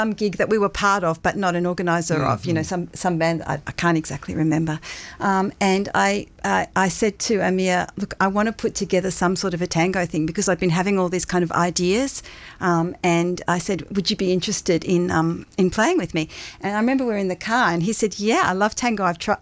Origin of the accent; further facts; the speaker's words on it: Warrnambool, Victoria, Australia; I grew up in Warrnambool.